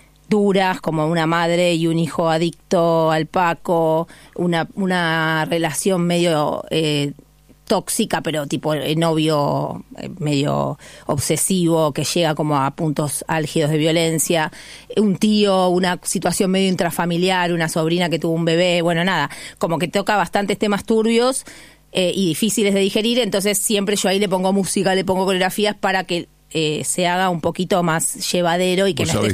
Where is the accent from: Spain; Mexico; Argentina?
Argentina